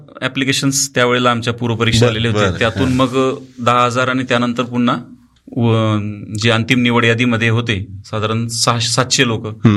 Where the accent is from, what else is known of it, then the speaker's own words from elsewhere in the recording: Nashik district, Maharashtra, India; नाशिक जिल्ह्यात मालेगाव तालुक्यात आमचं एक सोनोज म्हणून गाव आहे, खेडेगाव आहे. त्या खेडेगावात आम्ही लहानाचे मोठे झालो.